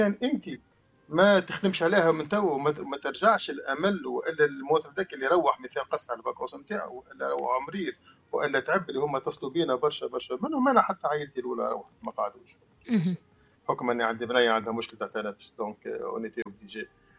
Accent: Tunisia; now in France

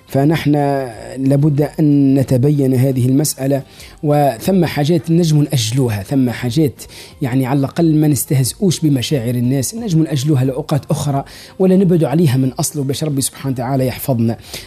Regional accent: Tunisia; نحن حتى في تونسنا الطيبة المباركة

